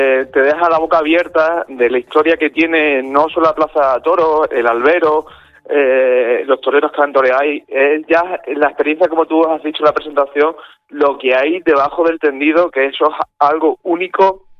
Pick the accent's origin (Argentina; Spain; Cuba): Spain; Extremadura; y nosotros como extremeños nos creamos de lo que tenemos aquí es único y irrepetible.